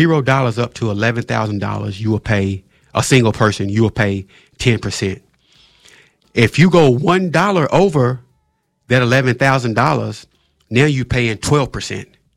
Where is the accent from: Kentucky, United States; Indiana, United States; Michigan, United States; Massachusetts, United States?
Kentucky, United States; Lexington; from my hometown of Lexington, Kentucky.